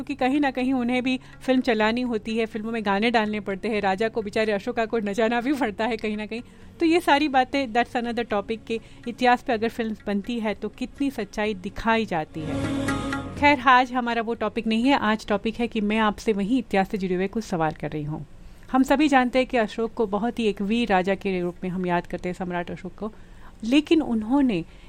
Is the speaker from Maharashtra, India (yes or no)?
yes; Mumbai, Maharashtra, India; moved away; specially I am from Mumbai